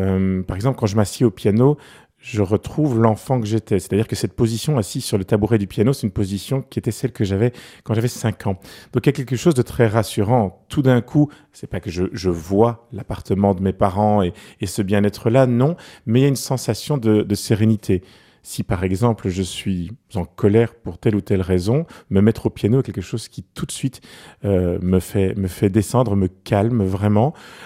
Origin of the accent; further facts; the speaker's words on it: Brussels, Brussels-Capital Region, Belgium; j'ai grandi à Bruxelles, dans le nord de Bruxelles, du côté de Jette, précisément. Et donc, Jette, c'est une espèce d'enclave bruxelloise. Enfin, c'est un petit village quelque part dans Bruxelles. Ça fonctionne autrement. Les métros n'y arrivaient pas facilement, les trams non plus. Il y a un bois, il y a un parc.